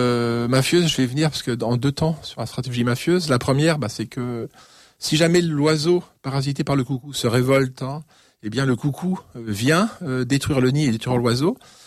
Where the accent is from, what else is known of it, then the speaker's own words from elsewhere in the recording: Paris, Île-de-France, France; Moi, je suis parisien. Alors, je suis trop jeune, certes. Mais mes parents sont parisiens, petits bourgeois, mais quand même néanmoins parisiens.